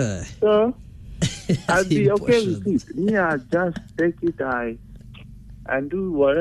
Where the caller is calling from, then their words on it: Kiambu County, Kenya; Calling from Kiambu.